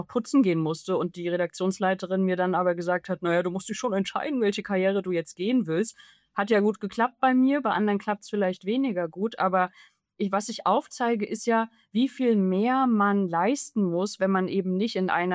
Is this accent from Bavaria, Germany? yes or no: no; Rostock, Mecklenburg-Vorpommern, Germany; aber es war in den 90ern, in denen ich groß geworden bin in Rostock-Spalen, natürlich auch oft verbunden mit einer Perspektivlosigkeit und mit einer Armut um mich herum